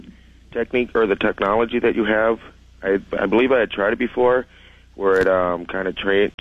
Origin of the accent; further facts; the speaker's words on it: St. Paul, Minnesota, United States; I'm from St. Paul, Minnesota.